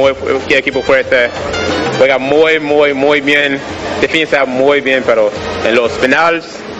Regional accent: Nigeria; Spanish is a second language; Soy nigeriano, pero viva Colombia, por siempre.

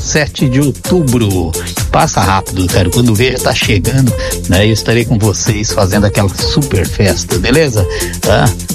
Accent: Brazil; a gente é brasileiro

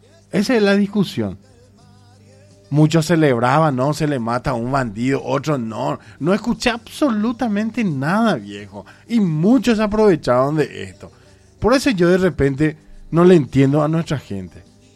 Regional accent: Paraguay; es increíble cómo somos los paraguayos.

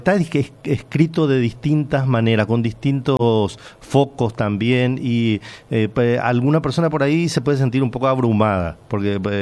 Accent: Paraguay; La historia de nuestro país

